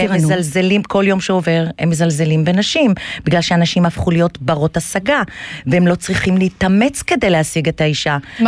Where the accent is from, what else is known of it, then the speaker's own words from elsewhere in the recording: Tiberias, Northern District, Israel; born there; moved away as an adult; also born or lived in London; נולדתי בטבריה